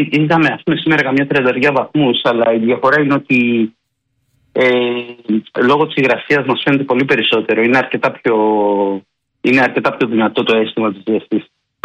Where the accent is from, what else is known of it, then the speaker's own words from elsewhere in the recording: Athens, Attica, Greece; moved away; εγώ στο κέντρο της Αθήνας μεγάλωσα